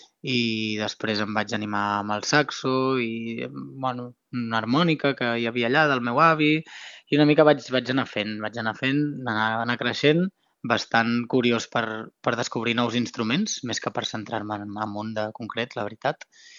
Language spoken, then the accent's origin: Catalan; Vilassar, Catalonia, Spain; Premià de Mar, que és el poble del costat de Vilassar, que és d'on soc i on visc